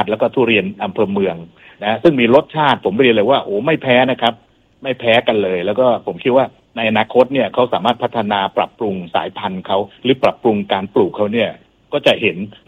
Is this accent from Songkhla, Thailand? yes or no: no; Chanthaburi, Thailand; ซึ่งผมมาจากจันทบุรีนะครับชื่อเสียงของจันทบุรีเนี่ยผมเป็นคนเมืองจัน